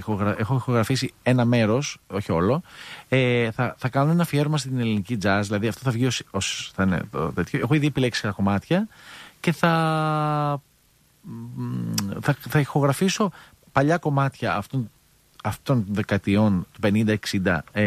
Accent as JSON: {"language": "Greek", "town": "Athens", "region": "Attica", "country": "Greece", "tie": "born or raised there", "said": "επειδή εγώ γεννήθηκα και μεγάλωσα στην Αθήνα"}